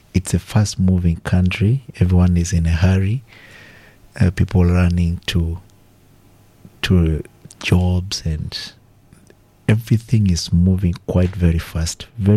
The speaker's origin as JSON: {"language": "English", "country": "Kenya", "moved": "yes", "lives_now": "Australia", "said": "I come from Kenya originally."}